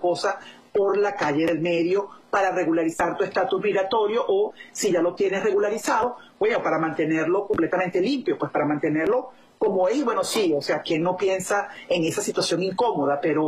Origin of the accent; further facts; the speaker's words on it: Venezuela; moved away; lo más lamentable que nos puede pasar a nosotros como venezolanos en el exterior, como nos llaman la diáspora, los venezolanos en el exilio, aquellos venezolanos que realmente no podemos regresar en este momento a Venezuela